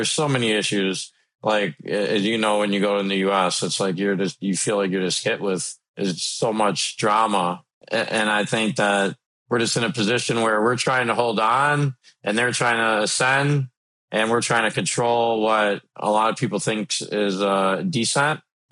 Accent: Minnesota, United States; my home state, Minnesota

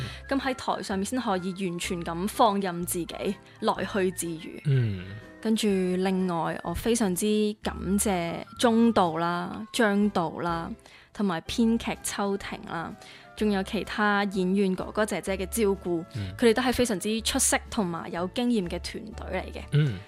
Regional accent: Macau; 我和麦思玉一样都是土生土长的澳门人，跟着出去打拼拼搏

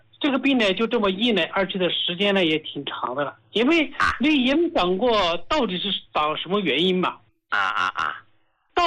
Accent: Hubei, China; 我是胡家老膏的受益者，我是湖北人，

